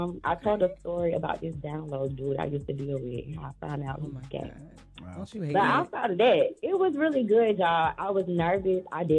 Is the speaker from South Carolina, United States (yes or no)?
yes; Columbia, South Carolina, United States; I'm from Columbia, South Carolina.